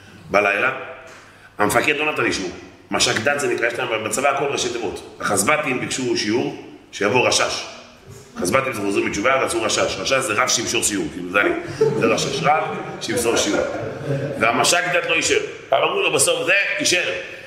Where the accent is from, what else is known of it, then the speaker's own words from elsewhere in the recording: Bnei Brak, Tel Aviv District, Israel; ואני בתור בני ברקי, סקרן. אתם יודעים, בני ברקי, רוצים לדעת הכל.